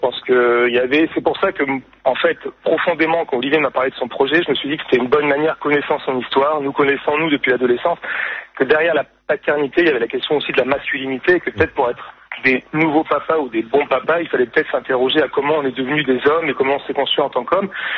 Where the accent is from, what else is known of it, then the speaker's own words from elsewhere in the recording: Nice, Provence-Alpes-Côte d'Azur, France; Le vrai niçois, c'est moi. Moi, je suis né à Nice.